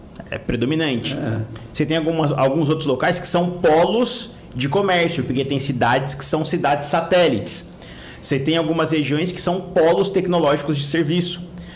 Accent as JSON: {"language": "Portuguese", "region": "São Paulo", "country": "Brazil", "tie": "born or raised there", "said": "Nasci e cresci em São Paulo, aquele caos, aquela loucura."}